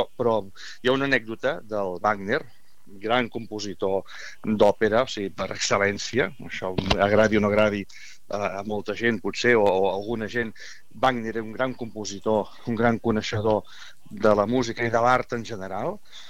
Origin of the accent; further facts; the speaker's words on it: Catalonia, Spain; perquè penso, ostres, com a català o espanyol, si a vegades n'he representat més a Espanya, doncs em veig amb l'obligació de fer-ho